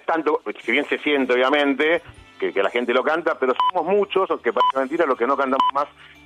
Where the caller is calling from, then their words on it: Buenos Aires, Argentina; De Capital.